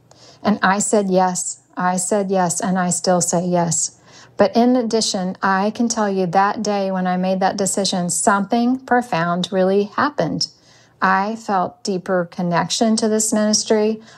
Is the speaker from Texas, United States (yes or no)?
yes; Texas, United States; I'm from Texas.